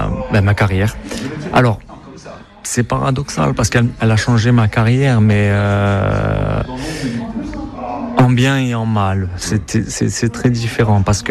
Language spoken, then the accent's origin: French; Lyon, Auvergne-Rhône-Alpes, France; born there; now in Bastia, France; je suis né à Lyon, Lyon 3, de père corse et de mère italienne. J'ai toujours grandi dans la culture corse parce que ça parlait pas beaucoup français à la maison, donc on n'avait pas trop le choix si on voulait communiquer. Et après je suis rentré à Bastia très tôt